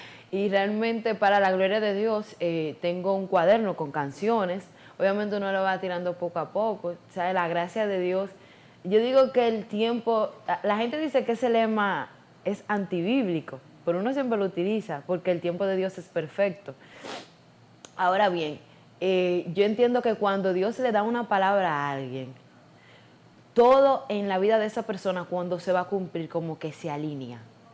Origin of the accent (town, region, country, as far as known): Los Alcarrizos, Santo Domingo, Dominican Republic